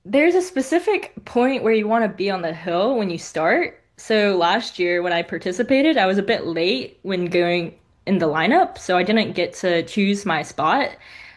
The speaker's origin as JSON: {"language": "English", "town": "Raleigh", "region": "North Carolina", "country": "United States", "said": "I am from Raleigh, North Carolina, and I was asking all my friends around in the area and family if they know any big hills"}